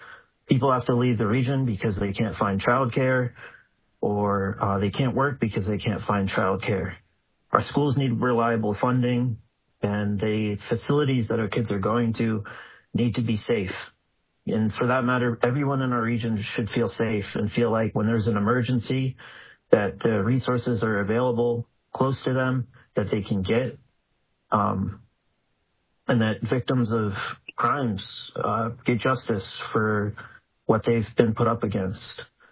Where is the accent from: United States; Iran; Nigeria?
United States; Bethel, Alaska; I was born and raised in Bethel and on the Kuskokwim River.